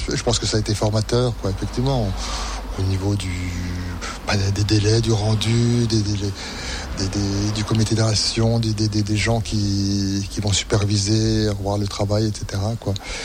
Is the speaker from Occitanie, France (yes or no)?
no; Besançon, Bourgogne-Franche-Comté, France; born or raised there; also born or lived in Lons-le-Saunier